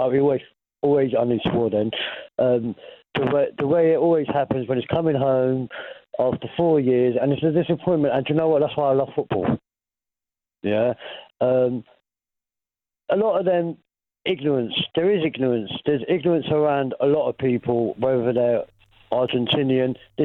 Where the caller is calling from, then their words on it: England, United Kingdom; I'm English